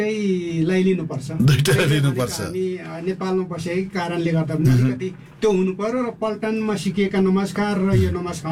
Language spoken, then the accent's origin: Nepali; Bhojpur District, Koshi Province, Nepal; मेरो गाउँठाउँमा मेरो बाबु बाजेले जन्माए हुर्काए त्यो ठाउँमा त्यही ठाउँमा मैले नि अलिकति सर्भिस गरेर अलिकति लगानी लगाएँ अनि यहाँको मेरो जग्गा जमिनहरू छ